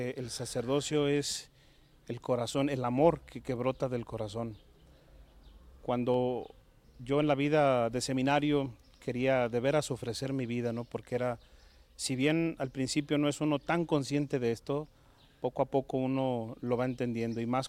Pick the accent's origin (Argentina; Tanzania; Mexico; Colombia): Mexico; León, Guanajuato; born there; moved away; also born or lived in Silao, Guanajuato / Lagos de Moreno, Jalisco; Pero por azares del destino, yo nací allá. Crecí en León, Guanajuato. Y ya más adelante nos trasladamos a vivir toda la familia a Lagos de Moreno, una pequeña comunidad que se llama el 18 de marzo.